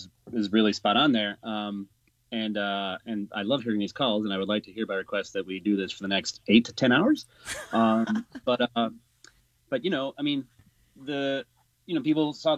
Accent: Chicago, Illinois, United States; moved away; also born or lived in Amsterdam; Growing up in Chicago, soccer just did not penetrate my sphere at all

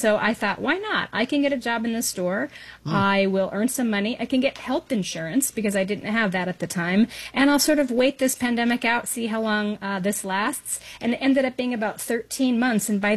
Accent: Utah, United States

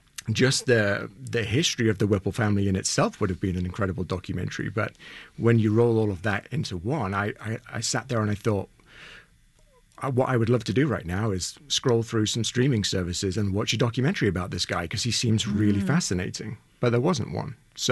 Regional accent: England, United Kingdom; moved away as an adult; now in United States; I'm from England, right? I'm from the north of England, and I came over here about 10 years ago.

